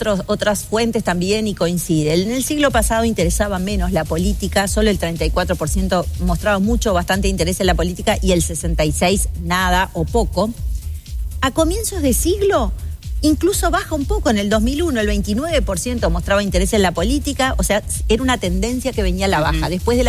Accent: Uruguay

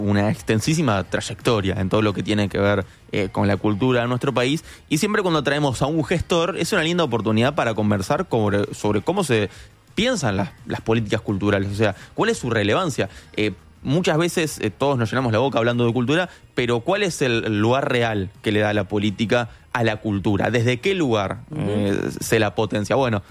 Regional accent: Progreso, Canelones, Uruguay; porque soy de ahí, soy de Canelones

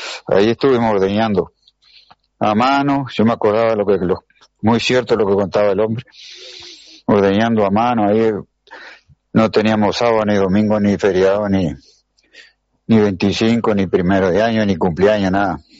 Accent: Florida, Uruguay; moved away as an adult; yo soy de Florida también y anduve en los tambos. Hasta los 23 años anduve en los tambos. Después me fui para la ciudad. Yo soy de Florida también

